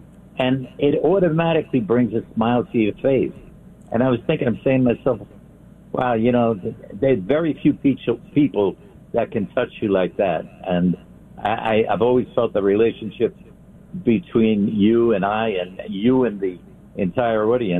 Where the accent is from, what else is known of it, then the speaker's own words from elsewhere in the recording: Brooklyn, New York, United States; First of all, you know I grew up in Brooklyn.